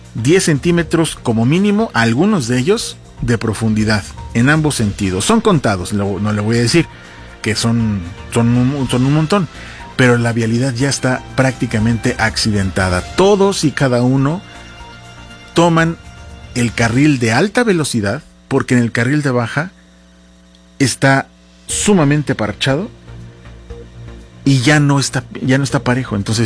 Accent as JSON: {"language": "Spanish", "town": "Tulancingo", "region": "Hidalgo", "country": "Mexico", "tie": "born or raised there", "said": "quienes somos oriundos de Tulancingo"}